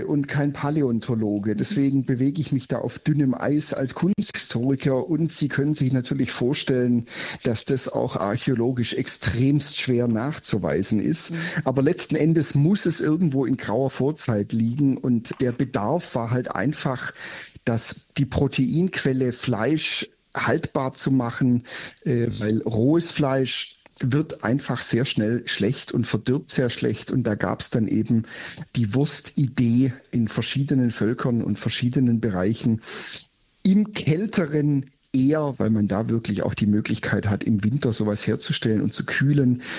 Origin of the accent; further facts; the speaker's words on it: Stuttgart, Baden-Württemberg, Germany; Aber ich bin ja Schwabe.